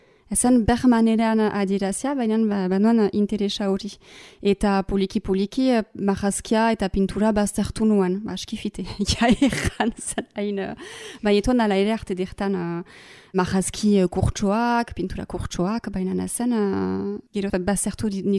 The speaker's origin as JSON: {"language": "Basque", "town": "Bayonne", "region": "Nouvelle-Aquitaine", "country": "France", "said": "Antzerkiarekin egiten da eta Baionakoa naiz."}